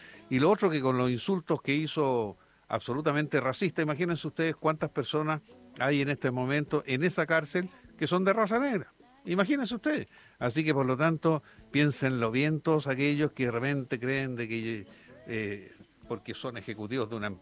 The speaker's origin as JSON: {"language": "Spanish", "country": "Chile", "said": "esto ha sido nuevamente una vergüenza para nosotros como chilenos"}